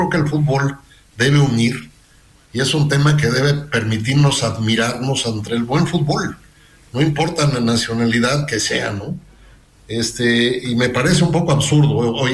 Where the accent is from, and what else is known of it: Mexico